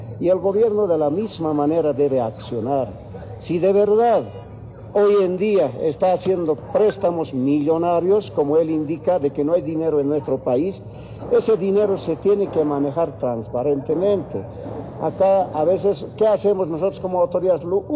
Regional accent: Bolivia; Nosotros como bolivianos, como campesinos, somos respetuosos

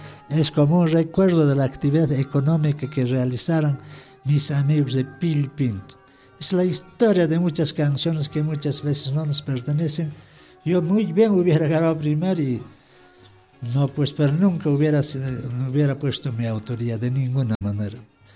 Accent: Acomayo Province, Cusco, Peru; más familiarizados con la provincia de Acumayo, mi tierra, por la cercanía.

